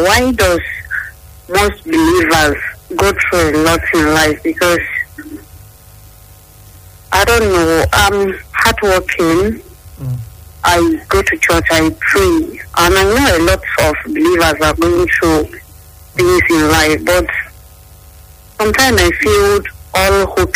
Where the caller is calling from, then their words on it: Nigeria; Okay. I'm calling from Ibobayo.